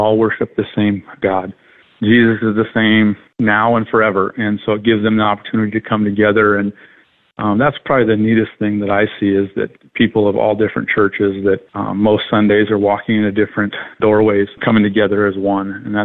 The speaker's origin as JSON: {"language": "English", "region": "South Dakota", "country": "United States", "tie": "born or raised there", "said": "I grew up in South Dakota with Hills Alive, large Christian festival in Rapid City, that same type of thing, free will donation."}